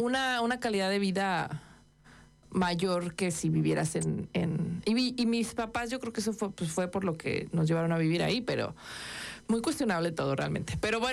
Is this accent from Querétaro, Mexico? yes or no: no; Naucalpan, State of Mexico, Mexico; yo ahí, de ahí soy, o sea, no nací ahí, pero es verdad que somos los más apestados de la Ciudad de México